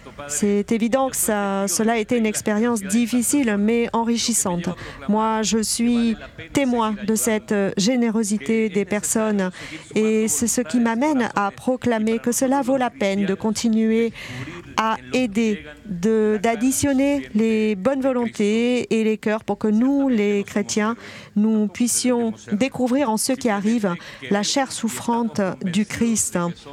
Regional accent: Senegal; now in Tenerife, Spain; Saint-Père, frères et sœurs … j'ai 20 ans et je viens du Sénégal.

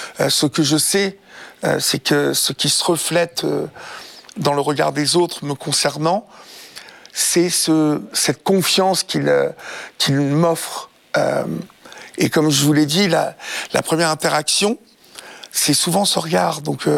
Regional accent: Évreux, Normandy, France; Vous savez cette chanson que j'entendais quand j'étais enfant de chœur à Évreux

